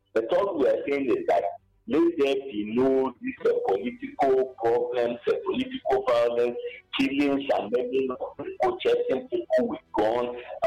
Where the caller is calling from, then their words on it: Enugu State, Nigeria; I'm calling from Abapani Chenu.